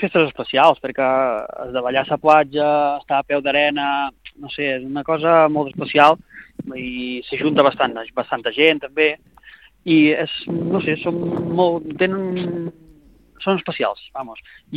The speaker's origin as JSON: {"language": "Catalan", "town": "Mahón", "region": "Balearic Islands", "country": "Spain", "said": "Jo som de Mahón, però tinc un vincle bastant important en Cal Emporter, perquè tinc una casa de fa 25 anys aquí"}